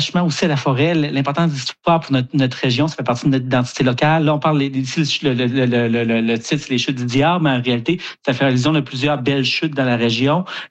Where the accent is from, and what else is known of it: Kedgewick, New Brunswick, Canada; born or raised there